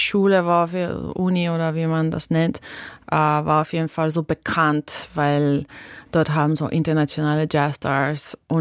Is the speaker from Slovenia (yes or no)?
yes; Slovenia; first language Slovenian; German is a second language; moved away as an adult; now in Berlin, Germany; finde, dass ich sogar mich besser ausdrücken kann auf Englisch als auf meiner Muttersprache Slowenisch, weil ich bin schon so lange hier und ich habe so keine slowenische Community hier. Deswegen, ich habe sehr lange nur Englisch gesprochen und jetzt rede ich auch Deutsch